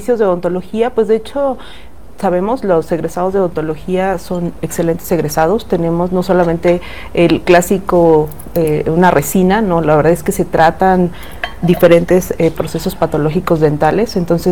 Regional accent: Querétaro, Mexico; Sí, porque está, o sea, los que somos queretanos, estas lluvias son atípicas

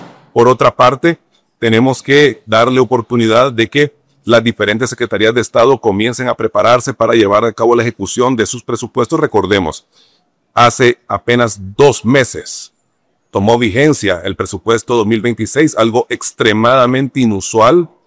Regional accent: Honduras; tenemos que tener mucho cuidado en cuánto es lo que está entrando y cuánto es lo que podemos gastar nosotros como hondureños.

